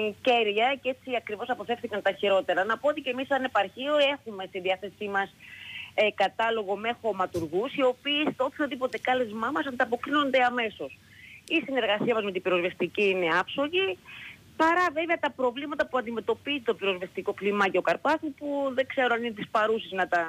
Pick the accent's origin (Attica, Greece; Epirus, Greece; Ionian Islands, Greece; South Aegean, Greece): South Aegean, Greece; Arkasa; εδώ στο χωριό μου στην Αρκάσα